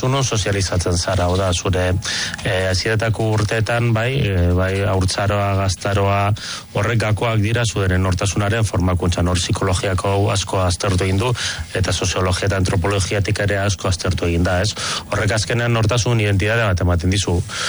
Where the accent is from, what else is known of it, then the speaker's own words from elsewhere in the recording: Basque Country, Spain; ni adibidez ni bakarrik euskaldun sentitzen naiz